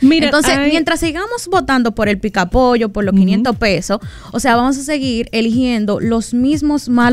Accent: Dominican Republic

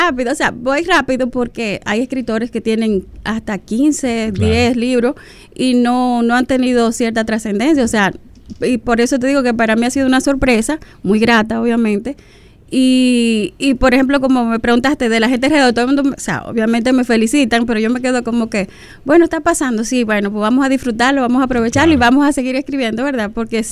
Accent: Dominican Republic; como nosotros como dominicanos podemos llevar, o sea, nuestra escritura, nuestra poesía, nuestra narrativa a otros países

